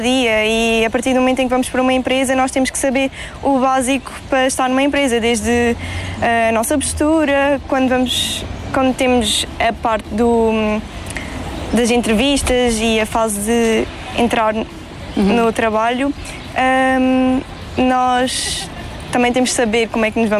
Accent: Albufeira, Faro, Portugal; tenho 21 anos e sou de Albufeira.

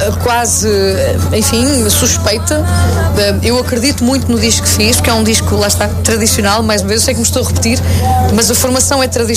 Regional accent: Lisbon, Portugal; eu sou alfacinha, como sabe, sou muito de Lisboa

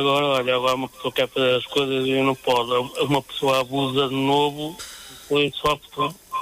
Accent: Monção, Norte, Portugal; A minha terra normalmente natural, eu sou de Monção.

